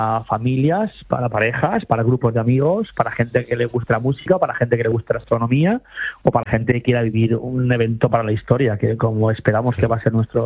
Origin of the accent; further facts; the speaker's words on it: Valencian Community, Spain; haciendo unas paellas... yo como valenciano son las mejores que se hacen en Valencia, así.